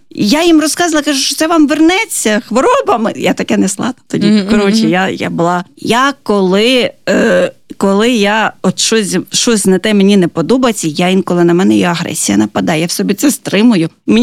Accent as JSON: {"language": "Ukrainian", "town": "Lviv", "region": "Lviv Oblast", "country": "Ukraine", "said": "Львів. Львівщина."}